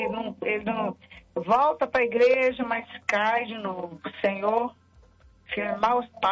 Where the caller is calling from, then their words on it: Vila Velha, Espírito Santo, Brazil; Aqui de Vila Velha, Espírito Santo.